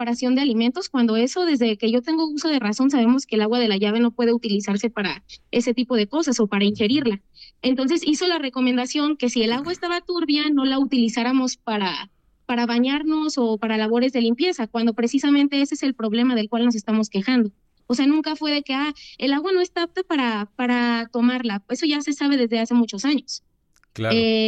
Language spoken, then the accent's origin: Spanish; Guadalajara, Jalisco, Mexico